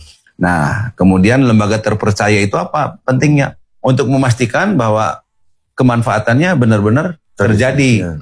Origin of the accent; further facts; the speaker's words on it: Cirebon, West Java, Indonesia; saya orang Cirebon